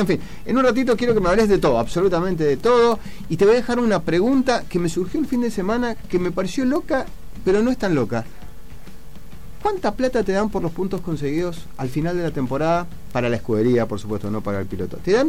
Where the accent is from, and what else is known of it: Argentina